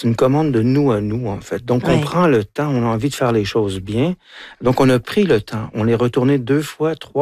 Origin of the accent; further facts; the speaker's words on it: Quebec, Canada; Sauf que maintenant, j'y vais en tant que Québécois et on a une toute autre ouverture vis-à-vis les Corses.